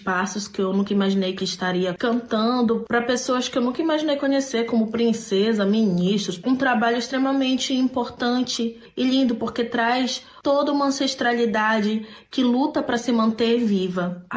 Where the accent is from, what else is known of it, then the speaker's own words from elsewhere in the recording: Santarém, Pará, Brazil; moved away as an adult; now in Finland; sou natural de Santarém do Pará e hoje em dia moro na Finlândia.